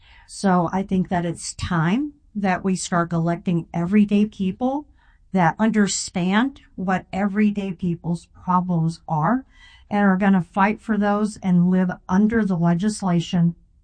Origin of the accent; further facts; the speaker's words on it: Alabama, United States; born there; now in Iowa, United States; I was born in 1981 in North Alabama into a very working class family. My life was full of anxieties growing up over things like money, housing, and just general stability.